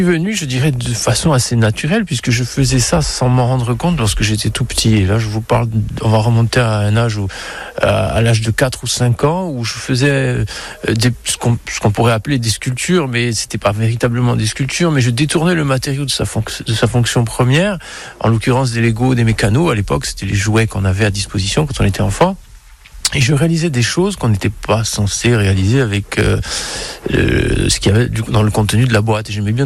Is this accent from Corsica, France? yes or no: yes; Petreto-Bicchisano, Corsica, France; moved away as an adult; now in Vignale, France; ça a été mon village d'adoption, puisque je suis originaire de Petrito Bequizano. Et donc, j'ai rencontré mon épouse à Bastia, et je me suis installé dans sa région